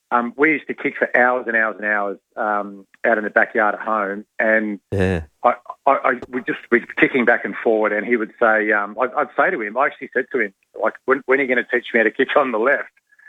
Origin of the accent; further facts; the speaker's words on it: Blackwood, South Australia, Australia; Yeah, I grew up in the Adelaide Hills in Blackwood.